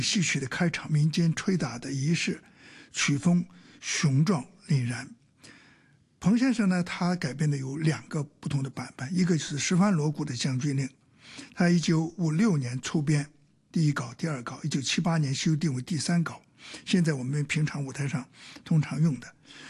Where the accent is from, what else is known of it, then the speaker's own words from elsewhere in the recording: Hong Kong; 我们香港人很熟悉的那个就是当当当当当当当当当当